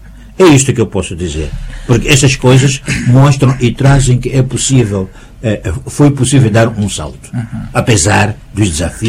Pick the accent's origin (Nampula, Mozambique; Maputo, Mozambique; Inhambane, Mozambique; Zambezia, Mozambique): Inhambane, Mozambique; Cambine; born there; Eu sou de Cambina, né? Não faço propaganda sempre do local onde nasci, né? Eu sou de Cambina.